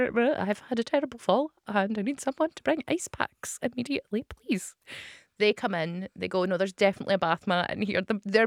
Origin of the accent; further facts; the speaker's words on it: Glasgow, Scotland, United Kingdom; as a Glaswegian